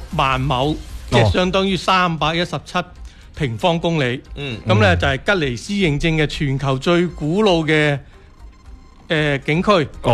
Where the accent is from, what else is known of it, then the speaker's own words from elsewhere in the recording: Guangdong, China; 我哋廣東人